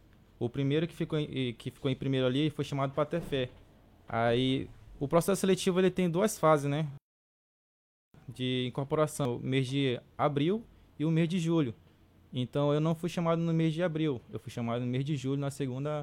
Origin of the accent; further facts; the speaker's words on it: Tabatinga, Amazonas, Brazil; Sou natural de Tabatinga.